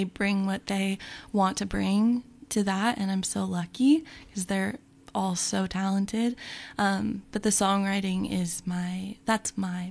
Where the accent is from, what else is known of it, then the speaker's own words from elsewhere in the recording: California, United States; also born or lived in Texas; now in Jefferson County, United States; I'm from Texas. And even though I grew up mostly in California and have lived here for a while